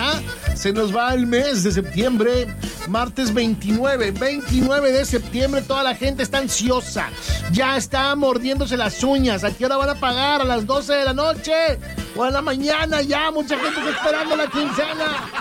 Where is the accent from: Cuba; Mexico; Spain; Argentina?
Mexico; northern Mexico; somos norteños a mucha honra.